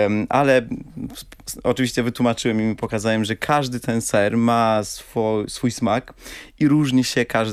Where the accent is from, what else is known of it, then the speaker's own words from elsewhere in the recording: Chișinău, Moldova; moved away; Kiszyniowianin, tak, pochodzę z Kiszyniowa.